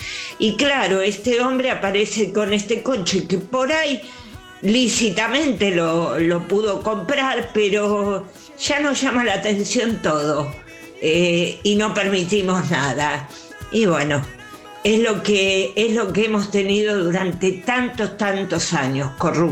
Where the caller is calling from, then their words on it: Villa Devoto, Buenos Aires, Argentina; Guada, buen día, equipo. … de Devoto